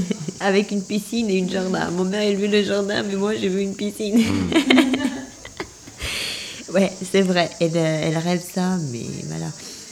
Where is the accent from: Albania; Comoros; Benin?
Albania; French is a second language; now in France; Oui, mais je suis venue de l'Albanie.